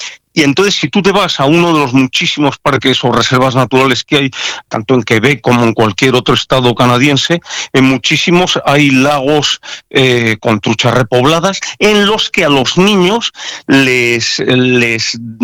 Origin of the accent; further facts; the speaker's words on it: Castile, Spain; tú y yo que somos castellanos